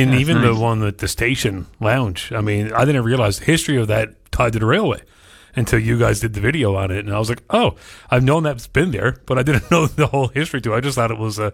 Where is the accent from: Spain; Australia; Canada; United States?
Canada; Mount Pearl, Newfoundland and Labrador; I grew up in Mount Pearl, and I was like, Frosties is still on the go.